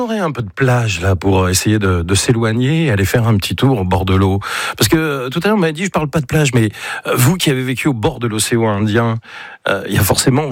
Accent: Paris, Île-de-France, France; Oui, je suis de Paris dans la vie.

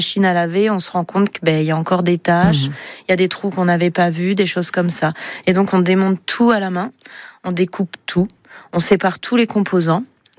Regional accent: France; Moi, je suis française.

